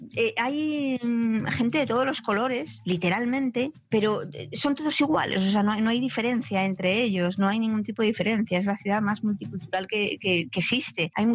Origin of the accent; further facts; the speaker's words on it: Spain; siendo española